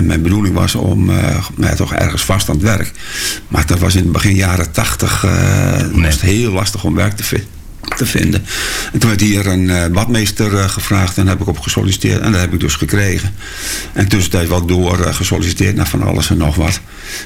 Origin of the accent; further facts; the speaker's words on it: Hardenberg, Overijssel, Netherlands; Ik kom uit Hardenberg en wij zwommen vaak in de Vecht en ja, in de Raderwijkerbeek.